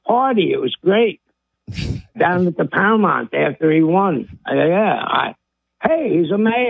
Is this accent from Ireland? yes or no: yes; Ireland; Look, I'm Irish, right?